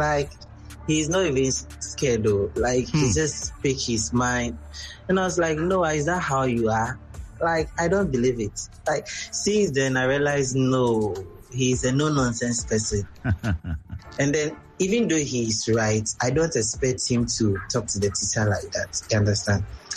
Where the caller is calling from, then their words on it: Jamestown, Greater Accra, Ghana; I'm speaking from Jamestown.